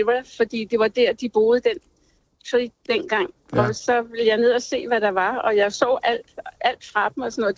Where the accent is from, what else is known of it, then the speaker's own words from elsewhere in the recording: Valby, Capital Region of Denmark, Denmark; born there; Jeg er født i Valby.